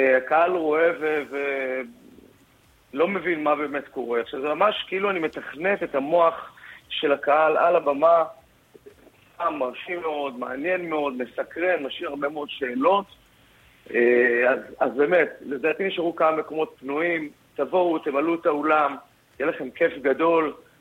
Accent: Hadera, Haifa District, Israel; born there; also born or lived in Tiberias, Israel; נולדתי בטבריה, עברתי לחדרה בגיל 9 למושב תלמי לזר.

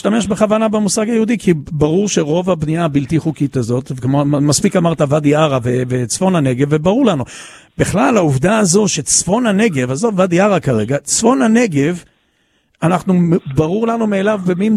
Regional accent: Jerusalem, Jerusalem District, Israel

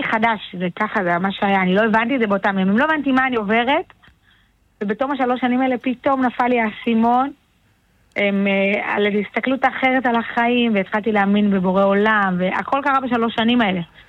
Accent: HaZorea, Northern District, Israel; born there

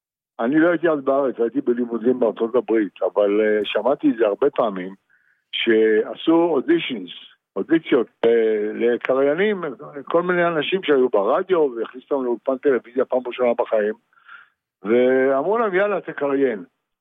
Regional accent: Netanya, Central District, Israel; אני הייתי מנתניה.

